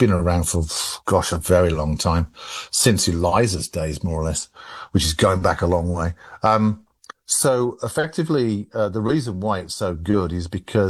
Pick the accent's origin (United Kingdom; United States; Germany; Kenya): United Kingdom; England; accent: English; it doesn't understand my English accent